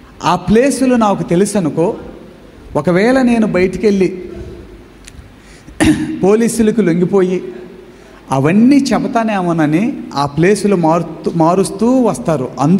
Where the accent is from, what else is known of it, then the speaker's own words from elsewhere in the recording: Santharavuru, Andhra Pradesh, India; మాది ప్రకాశం జిల్లా, చిన్న పల్లెటూరు సంతరావూరు అనే గ్రామం. ఆ గ్రామంలో నేను 10వ తరగతి దాకా చదువుకున్నాను.